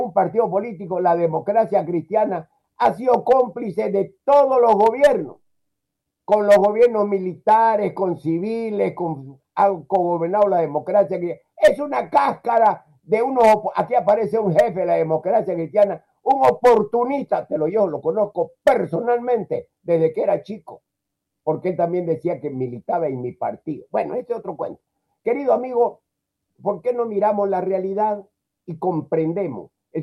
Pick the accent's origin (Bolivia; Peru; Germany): Bolivia; Nosotros no somos argentinos para decir Beller. Somos Camba, Colla, ¿me entiendes? Chapaco. Somos, ¿me entiendes?, de una lengua especial que trajeron los españoles, que se llama la lengua de Castilla. Hablamos castellano. Tampoco hablamos español, compañero.